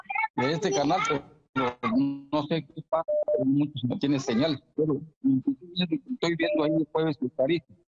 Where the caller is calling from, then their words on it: Mazatenango, Suchitepéquez, Guatemala; yo aquí le estoy llamando de Cantón Gucales, Mazatenango, Suchitepéquez, okay. Guatemala.